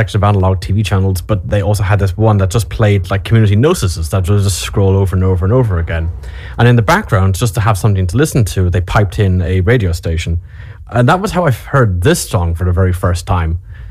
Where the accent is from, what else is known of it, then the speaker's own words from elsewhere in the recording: Waterford, Munster, Ireland; growing up in Waterford